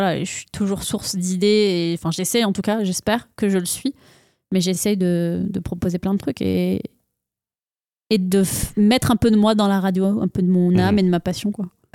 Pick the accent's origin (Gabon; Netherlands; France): France; first language French; moved away as an adult; now in Canada; je suis française